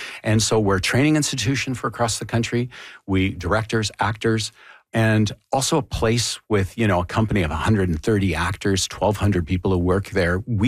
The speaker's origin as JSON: {"language": "English", "country": "Canada", "said": "I'm proud of it as a Canadian."}